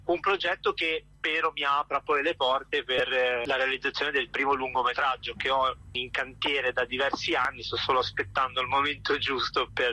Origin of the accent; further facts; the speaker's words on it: Genoa, Liguria, Italy; moved away as an adult; also born or lived in Rome; now in London, United Kingdom; Io sono genovese e ho cominciato a lavorare nella televisione locale per piccole trasmissioni, finché poi quest'idea di cinema si è concretizzata e ho deciso di fare il passaggio da Genova a Roma.